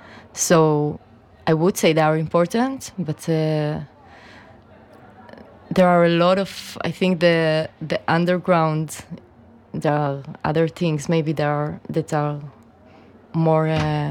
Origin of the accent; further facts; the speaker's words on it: Ramat Gan, Tel Aviv District, Israel; English is a second language; We're from like Tel Aviv, but I am from Ramat Gan, which is like it's basically